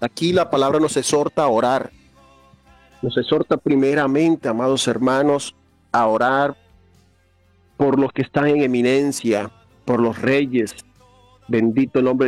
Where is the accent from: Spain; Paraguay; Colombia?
Colombia; nuestra responsabilidad como ciudadanos colombianos